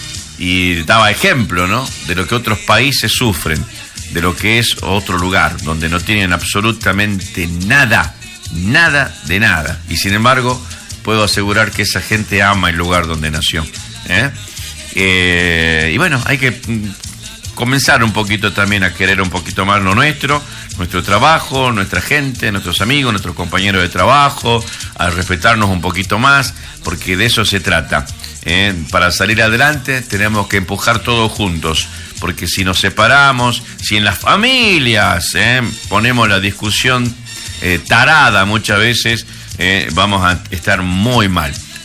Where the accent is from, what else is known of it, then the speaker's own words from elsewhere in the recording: Argentina; ¿Somos argentinos o no somos argentinos, chicos?